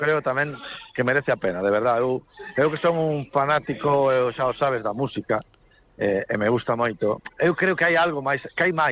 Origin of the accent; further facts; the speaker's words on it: Bañobre, Galicia, Spain; eu digo polo meu pueblo, non? Bañobre, quer dizer, non somos nin concello, temos unha verbena, ¿no?